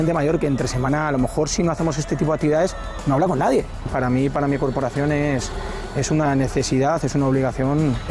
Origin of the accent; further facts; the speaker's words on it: La Cabrera, Community of Madrid, Spain; yo desde bien pequeñito, que yo nací en La Cabrera